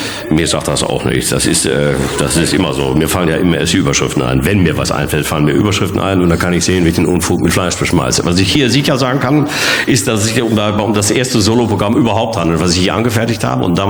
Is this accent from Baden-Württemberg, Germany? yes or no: no; Bochum, North Rhine-Westphalia, Germany; Ich komme aus Bochum